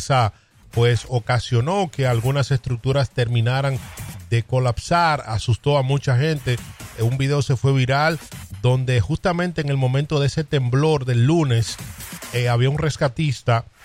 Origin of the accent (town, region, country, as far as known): Dominican Republic